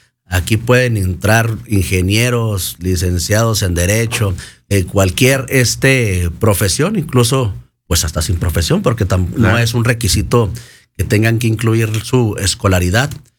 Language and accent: Spanish; Chihuahua, Mexico; ya por Ciudad Juárez, por mi tierra, centro sur de la ciudad, Parral, de todo el estado de Chihuahua.